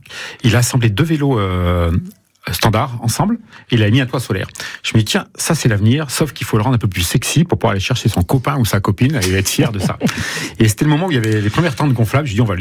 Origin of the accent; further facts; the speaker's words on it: Clermont-Ferrand, Auvergne-Rhône-Alpes, France; moved away as an adult; also born or lived in Lyon / Grenoble; Je suis en Auvergnat, né à Clermont-Ferrand.